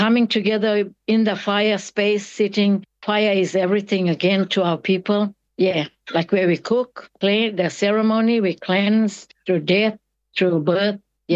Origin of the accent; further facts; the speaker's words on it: Enginu, Australia; because I grew up here in Enginu. Enginu is my community. It's in the Puthuma Land Trust.